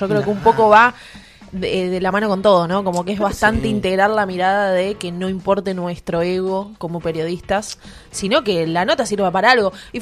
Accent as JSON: {"language": "Spanish", "town": "Bahía Blanca", "region": "Buenos Aires Province", "country": "Argentina", "said": "nos atraviesa como bahienses, que nos atraviesa en todo sentido, como argentino."}